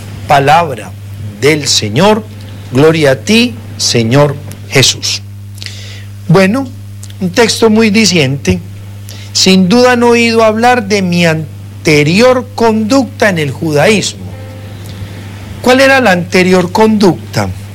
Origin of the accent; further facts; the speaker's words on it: Sabaneta, Antioquia, Colombia; nací, crecí en Sabaneta, donde está el santuario de María Auxiliadora.